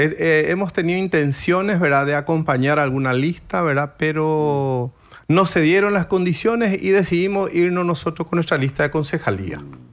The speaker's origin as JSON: {"language": "Spanish", "region": "Asunción", "country": "Paraguay", "said": "Es denigrante decir soy asunceno"}